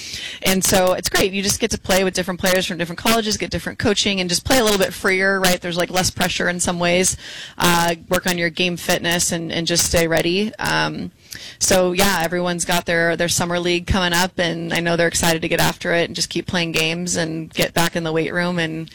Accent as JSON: {"language": "English", "area": "the Bay Area", "region": "California", "country": "United States", "moved": "yes", "said": "I'm from the Bay, so I had to make a Bay trip"}